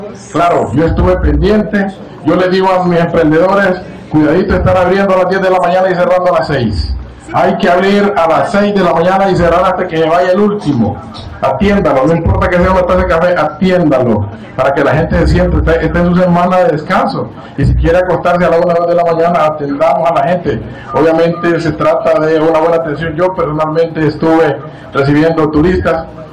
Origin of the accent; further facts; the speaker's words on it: Santa Lucía, Francisco Morazán, Honduras; Yo me siento orgulloso de mi pueblo Santa Lucía, y de Honduras.